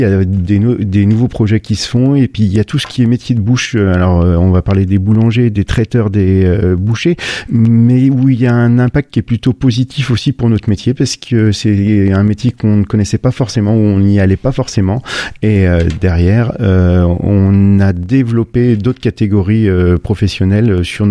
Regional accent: Auvergne-Rhône-Alpes, France; now in Bourg-en-Bresse, France; Je suis originaire de la région lyonnaise, moi

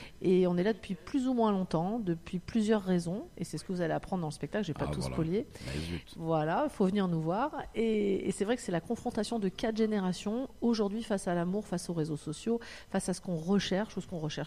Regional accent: Valence, Auvergne-Rhône-Alpes, France; moi, je viens de Valence.

